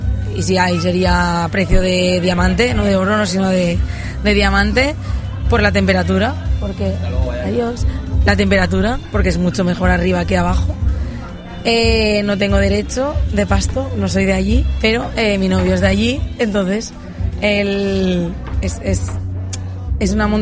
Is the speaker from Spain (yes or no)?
yes; Altorricón, Aragon, Spain; Yo soy de Altorricón, pero mi padre es de aquí, de un pueblo de la Ribagorza, entonces tengo como media pierna ahí. Y bueno, es que en verano subo las ovejas aquí, o sea que soy... Ahí estoy, entre Altorricón y el Pirineo.